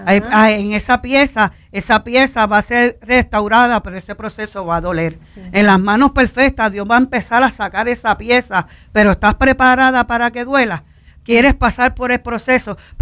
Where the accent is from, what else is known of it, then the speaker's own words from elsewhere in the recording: Puerto Rico; Te voy a explicar como buen puertorriqueño, suavecito y con calma.